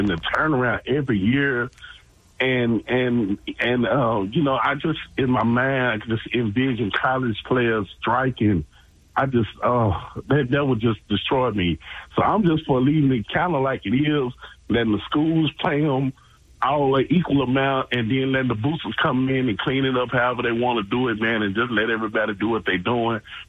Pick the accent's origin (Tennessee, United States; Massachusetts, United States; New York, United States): Tennessee, United States; I'm from the Mid in the North, right above Nashville.